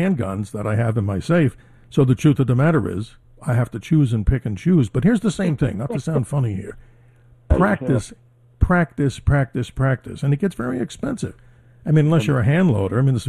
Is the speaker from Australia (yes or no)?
no; New York City, New York, United States; Look, I'm proud to be a New Yorker. I was born in Jamaica, Queens, very close to where the president was born, lived in that area, very proud to be a New Yorker. But once coming out here, I was shocked.